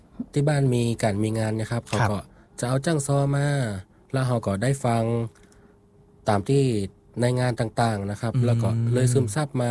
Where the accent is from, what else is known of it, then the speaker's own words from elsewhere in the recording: Chiang Saen, Chiang Rai, Thailand; born there; moved away; also born or lived in Lampang; บ้านเกิดอยู่เชียงไฮ้ครับอยู่อำเภอเจียงแสน